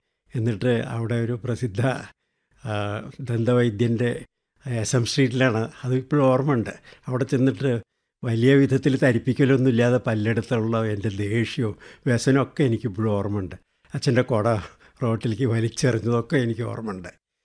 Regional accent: Pattambi, Kerala, India; born there; moved away as an adult; also born or lived in Thrissur / Thenhipalam; now in Kozhikode, India; ഞാൻ ജനിച്ചത് പട്ടാമ്പിക്കടുത്തുള്ള പെരുമുടിയൂർ എന്നുള്ള ഒരു കൊച്ചു ഗ്രാമത്തിലാണ്.

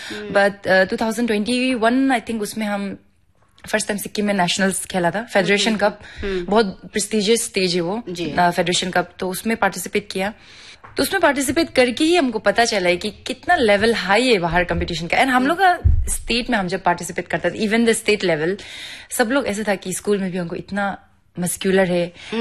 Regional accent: Naharlagun, Arunachal Pradesh, India; also born or lived in Kurung Kumey district; Born and brought up पूरा नाहरलगन में हुआ।

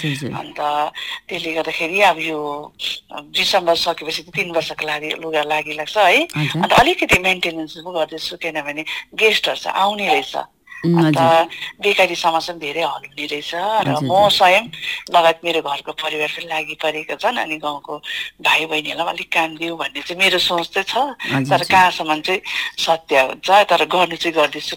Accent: West Bengal, India; मेरो मारिबुङ T street.

